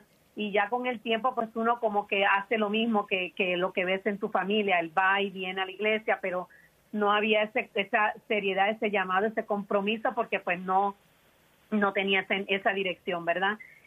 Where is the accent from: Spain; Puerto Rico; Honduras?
Puerto Rico; moved away as an adult; now in United States; pues en mi país era un poquito difícil encontrar el trabajo, pues eso fue lo que nos hizo dar el cambio a Estados Unidos, porque mi esposo pues trabajó para ser mecánico de avión, y entonces en Puerto Rico los trabajos no eran tan fáciles entrar en esa área